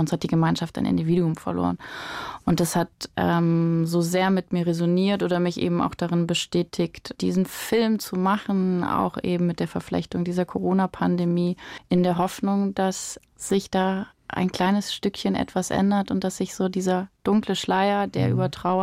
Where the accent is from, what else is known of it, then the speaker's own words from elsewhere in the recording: Erkelenz, North Rhine-Westphalia, Germany; Erkelenz ist meine Heimatstadt